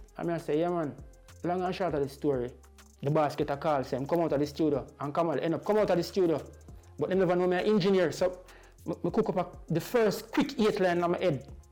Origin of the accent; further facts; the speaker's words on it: Kingston, Jamaica; Well, I'm from Waterhouse first and foremost, so music is widely populated in Waterhouse.